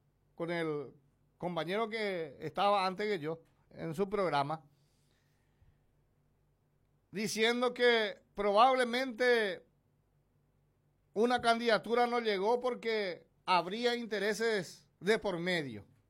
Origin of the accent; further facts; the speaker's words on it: Paraguay; ¿Qué nos está pasando como paraguayo, como país?